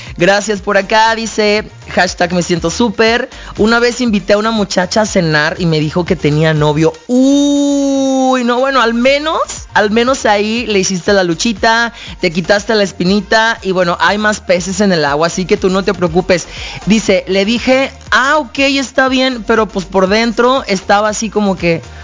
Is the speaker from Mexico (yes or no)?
yes; Colima, Mexico; born there; La ciudad de los volcanes, de las palmeras, de los cocos. Estamos aquí, nacimos aquí en Colima